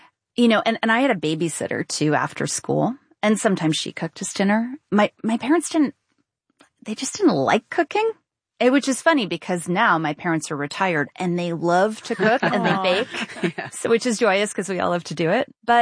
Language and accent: English; New York, United States; I grew up in the New York area.